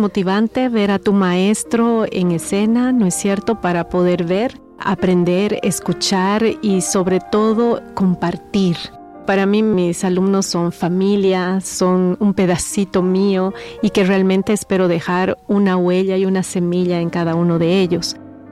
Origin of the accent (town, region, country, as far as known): El Salvador